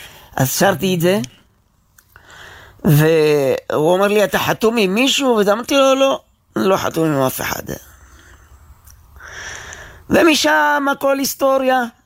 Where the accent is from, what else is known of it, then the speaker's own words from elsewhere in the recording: Rosh HaAyin, Central District, Israel; ילד שבא מראש העין